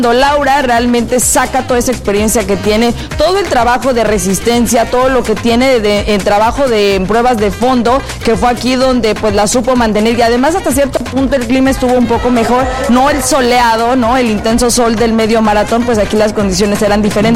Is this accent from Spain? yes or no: no; Mexico; sobre todo para nosotros como mexicanos, cuando decimos, ya llegaron a los penales, sufrimos ahí, ¿no?